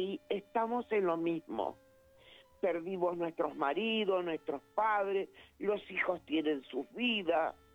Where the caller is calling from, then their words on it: San Martín, Buenos Aires Province, Argentina; also born or lived in Mar del Plata; Que mi número tiene el 223 porque yo viví en Mar del Plata.